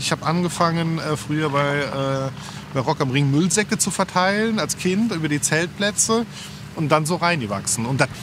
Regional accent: Rhineland-Palatinate, Germany; Ich bin ja am Nürburgring mit Motorengeräuschen groß geworden. Ich wohne nur 2 Kilometer von der Compris-Strecke entfernt.

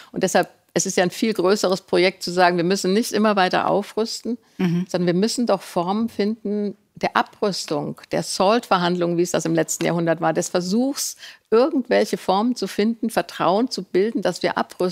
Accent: Germany; Ich bin Deutsche, ich bin Nachkriegskind.

